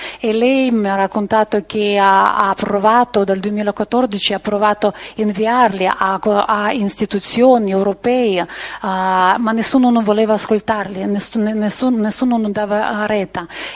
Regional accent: Ukraine; Italian is a second language; moved away as an adult; now in Milan, Italy; sono ucraina, c'è 30 anni che sono a Milano

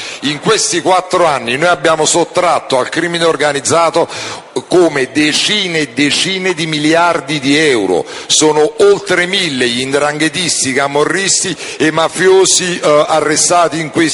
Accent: Campania, Italy; io sono campano

